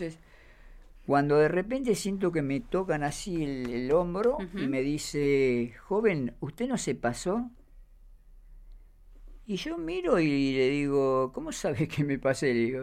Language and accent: Spanish; Buenos Aires, Argentina; Yo vengo de Buenos Aires, mi papá, mis padres eran paraguayos